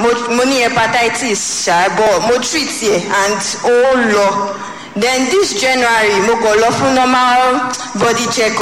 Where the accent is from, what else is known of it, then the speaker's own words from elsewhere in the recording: Ibadan, Oyo, Nigeria; So I was in Lagos then, and I came to Ibadan. But I'm from Ibadan.